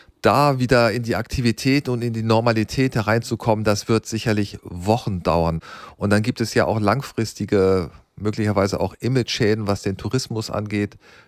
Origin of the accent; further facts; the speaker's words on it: Germany; deswegen darf ich das als Deutscher vielleicht auch sagen